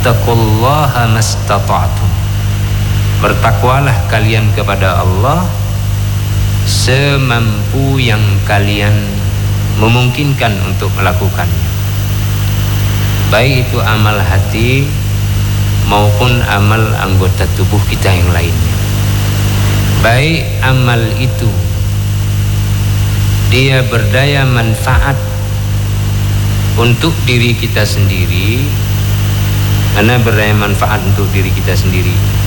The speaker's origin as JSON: {"language": "Indonesian", "region": "Aceh", "country": "Indonesia", "said": "Memang panas kita. Memang gondok kita. Rasa kita orang Aceh memang palak."}